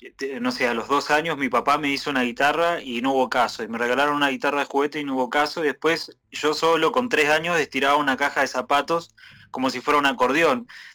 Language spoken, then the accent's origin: Spanish; Moreno, Buenos Aires Province, Argentina; Yo soy del conurbano, soy de Moreno, zona oeste del conurbano.